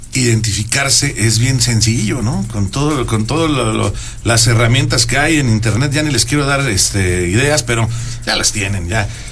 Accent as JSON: {"language": "Spanish", "country": "Mexico", "said": "en México, en mi país"}